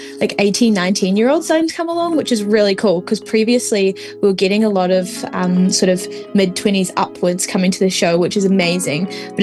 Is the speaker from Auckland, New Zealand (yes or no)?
no; Dunedin, Otago, New Zealand; now in Wellington, New Zealand; we'd studied in Dunedin and I'm from Dunedin, Jakira's from Dunedin, we were so ready for a change.